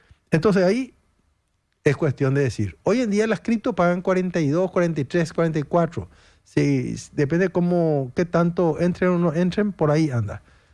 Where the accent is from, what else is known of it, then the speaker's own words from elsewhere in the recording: Paraguay; así somos los paraguayos